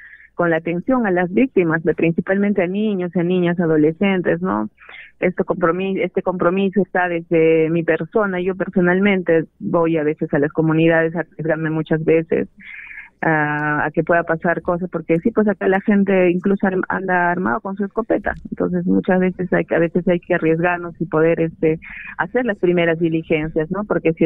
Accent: Puno, Peru; born there; now in Cusco, Peru; Yo soy de la ciudad de Puno, nací allá, estoy en el Cusco, trabajaba allá también como fiscal en el Cusco.

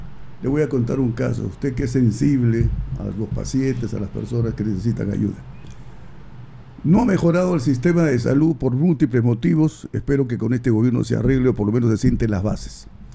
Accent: Arequipa, Peru; Yo soy arequipeño

